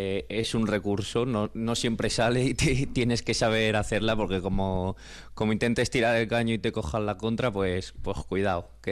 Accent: Zaragoza, Aragon, Spain; de Torrero, que es de donde soy yo, de Torrero La Paz

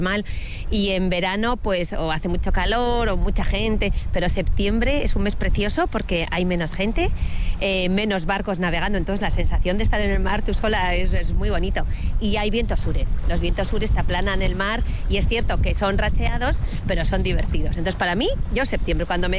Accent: Pamplona, Navarre, Spain; now in San Sebastián, Spain; yo soy de Pamplona, me enamoré y me vine a Donosti

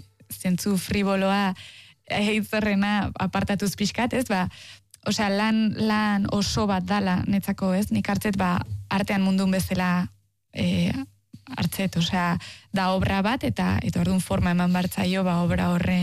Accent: Tolosa, Basque Country, Spain; Ba, bueno, karo, ni Tolosakoa naiz, orduan Tolosan inauteritan

